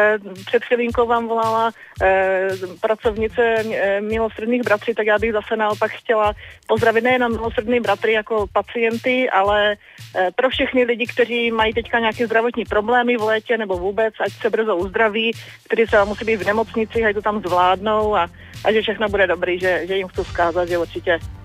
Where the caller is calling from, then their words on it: Slavkov u Brna, South Moravian Region, Czechia; Já jsem původně ze Slavkova, ale jsou na chalupě, okres Prostějov, takže kousek